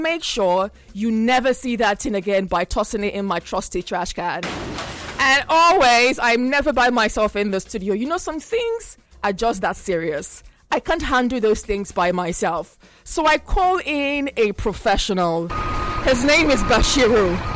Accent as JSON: {"language": "English", "town": "Benin City", "region": "Edo", "country": "Nigeria", "tie": "born or raised there", "said": "As a person who's been born and bred in Benin City"}